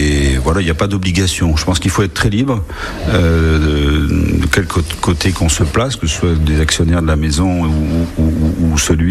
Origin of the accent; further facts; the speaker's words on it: Grand Est, France; also born or lived in Montpellier; Je suis né à Montpellier en juin 67 parce que mon père faisait ses études de et il était à la fin de ses études et nous avons déménagé à la fin de l'année 67 en Champagne, donc j'ai connu Montpellier mais en très très très jeune.